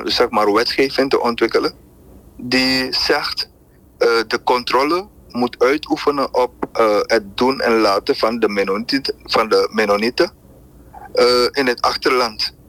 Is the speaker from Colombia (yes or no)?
no; Suriname; moeten wij als Surinamers de overheid ervoor zorgen dat we standaarden ontwikkelen